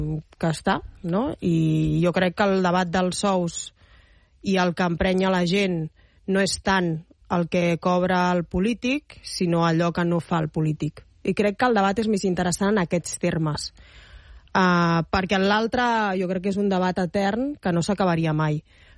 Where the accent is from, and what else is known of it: Catalonia, Spain; also born or lived in Guangzhou, China